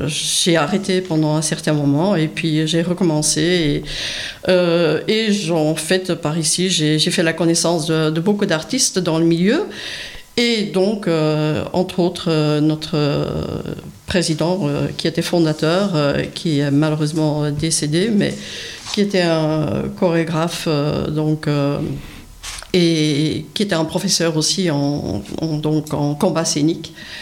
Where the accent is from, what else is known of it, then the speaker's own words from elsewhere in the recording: Belgium; now in Cardeillac, France; Je suis belge